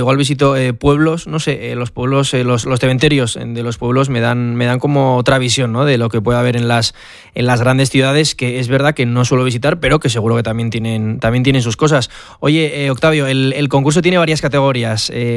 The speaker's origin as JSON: {"language": "Spanish", "town": "Elizondo", "region": "Navarre", "country": "Spain", "said": "el cementerio de mi pueblo, que se lo voy a decir y si se presenta yo creo que va a ganar, el de Elizondo, en el Valle de Baztán."}